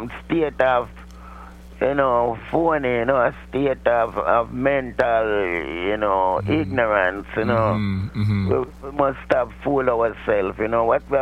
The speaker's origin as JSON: {"language": "English", "region": "Kingston", "country": "Jamaica", "tie": "born or raised there", "moved": "yes", "lives_now": "Mount Vernon, United States", "said": "I used to be so scared growing up in Kingston."}